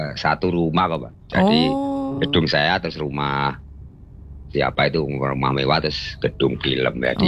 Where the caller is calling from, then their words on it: Karanganyar, Central Java, Indonesia; tapi saya kan di Karanganyar, Mbak.